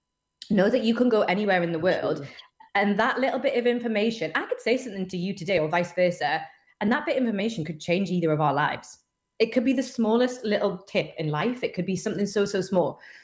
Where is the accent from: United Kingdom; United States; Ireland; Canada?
United Kingdom; Newcastle upon Tyne, North East England; I'm from Newcastle upon Tyne. I was born and bred up here.